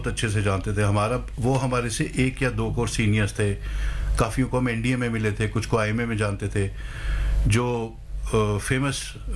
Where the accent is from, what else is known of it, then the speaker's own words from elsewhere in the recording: Rohtak, Haryana, India; मैं रोहतक का रहने वाला हूँ